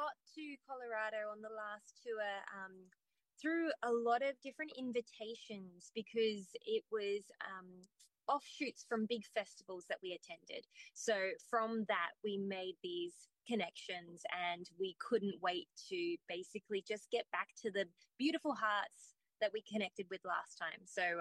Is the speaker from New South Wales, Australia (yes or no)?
yes; New South Wales, Australia; we are from New South Wales, and we're from a very beautiful little village just inland.